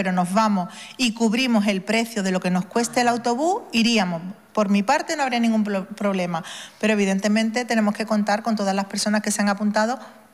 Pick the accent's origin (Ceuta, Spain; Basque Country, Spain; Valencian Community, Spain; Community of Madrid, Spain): Ceuta, Spain; como ciudadanos ceutíes es muy importante.